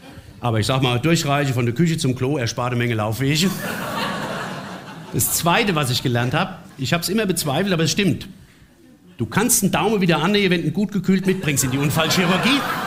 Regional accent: Offenbach, Hesse, Germany; Ich komme aus Offenbach. Wir haben Wasser in Offenbach, das ist für Wasserbette nicht gemacht.

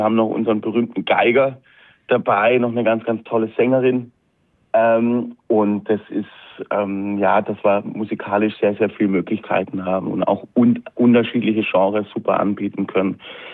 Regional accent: West Germany, Germany; ich überhaupt als Wessi

